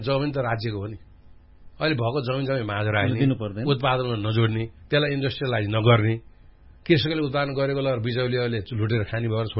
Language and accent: Nepali; Pokhara, Gandaki Province, Nepal; हामी त यहीँ जन्मेर हुर्केको